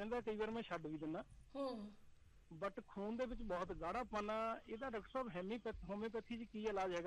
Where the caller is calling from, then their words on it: Patiala, Punjab, India; ਮੈਂ ਪਟਿਆਲੇ ਤੋਂ … ਬੋਲ ਰਿਹਾ ਜੀ।